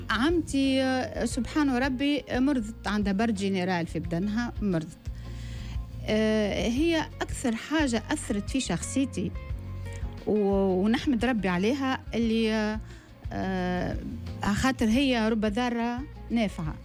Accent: Monastir, Monastir Governorate, Tunisia; also born or lived in Sfax; بنت المنستير، مولاية المنستير، بابا مسحلين وامي مستيريه، واحنا شدينا الوسط سقانس.

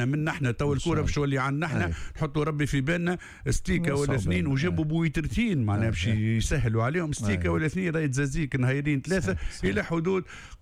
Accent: Tunisia; من أهم الجبال اللي عندنا في تونس.

